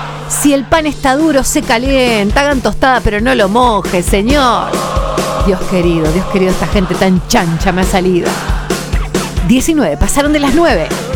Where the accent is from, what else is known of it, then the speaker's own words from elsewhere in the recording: Argentina; somos argentinos.